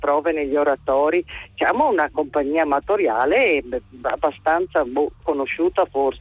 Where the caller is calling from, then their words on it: Veneto, Italy; io sono veneta, ma non sono veneziana